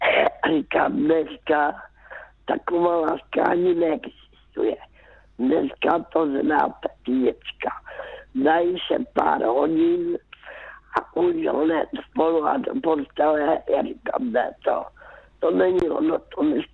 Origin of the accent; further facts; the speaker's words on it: Karolinka, Zlín Region, Czechia; born there; já už jsem byla vdaná a jezdívala jsem zpátky do Karolinky, to mého rodiště.